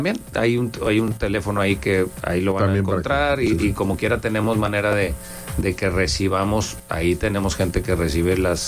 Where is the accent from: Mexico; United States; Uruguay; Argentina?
Mexico; Monterrey, Nuevo León; Como somos los regios echados para adelante